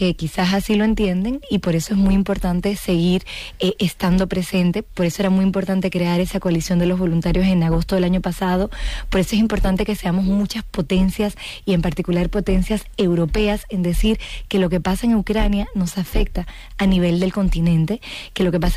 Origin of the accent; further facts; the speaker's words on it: Dominican Republic; also born or lived in Madrid; now in Spain; La verdad es que soy franco-dominicana. Y de hecho crecí en el Caribe. Mi mamá es dominicana y viví en Madrid hasta hace poco, y me siento muy española. De hecho, no española, me siento muy madrileña.